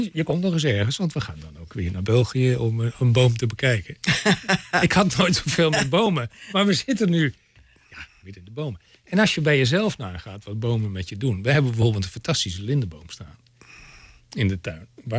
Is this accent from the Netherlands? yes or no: yes; Weststellingwerf, Friesland, Netherlands; Want wij komen uit Weststellingwerf. Mijn vader in de buurt van Oldenbekoop, Wolvenga.